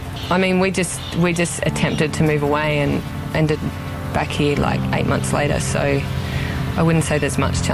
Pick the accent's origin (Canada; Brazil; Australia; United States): Australia; Braidwood, New South Wales; I'm from Braidwood, New South Wales. And I came to Alice Springs to hike the Larapinta Trail.